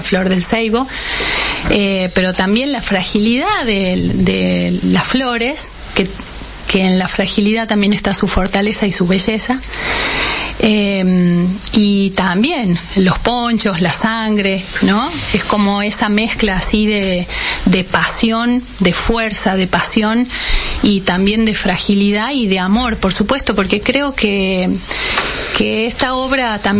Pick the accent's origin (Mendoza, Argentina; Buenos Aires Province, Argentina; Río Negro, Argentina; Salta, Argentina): Salta, Argentina; ambas somos salteñas, hicimos la primaria y el secundario acá en Salta